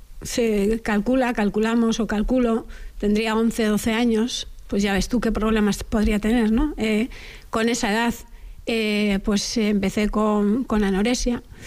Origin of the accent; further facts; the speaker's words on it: Mungia, Basque Country, Spain; Mi pueblo, ¿no? Toda la vida viviendo allí y es mi casa.